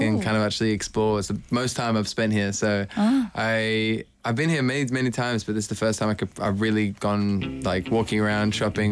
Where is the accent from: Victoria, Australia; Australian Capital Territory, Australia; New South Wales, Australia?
New South Wales, Australia; Sydney; moved away as an adult; now in Los Angeles, United States; I grew up in Sydney, yeah, in Northern Beaches. So I miss it very much. I'm going back, though. I'm like, I've been back a little bit this year just for work stuff. But, yeah, for the most part, I'm in LA.